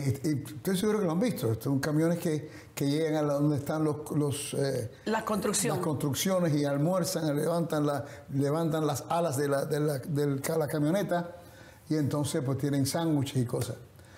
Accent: Cuba; now in United States; Pues yo de pequeño creí en mí que podía cantar. Sin embargo, pasó mucho tiempo, salí de Cuba, llegué a Estados Unidos, estuve en un orfelinato por 3 años y medio.

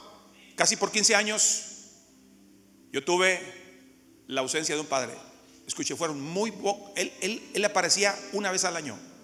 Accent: Monterrey, Nuevo León, Mexico; el barrio donde yo crecí. Yo soy de México, de Monterrey

